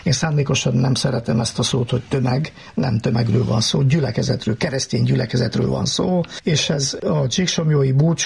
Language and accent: Hungarian; Székely Land, Romania; also born or lived in Erdővidék; now in Kalotaszeg, Romania; Én alapállásban és eredetileg székelyföldi vagyok, és tudom, hogy ott hogy ülik meg a pünkösdöt.